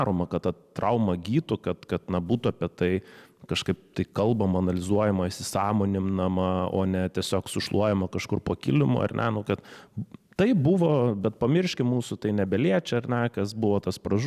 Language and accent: Lithuanian; Panevėžys, Panevėžys County, Lithuania; kai aš augau Panevėžyje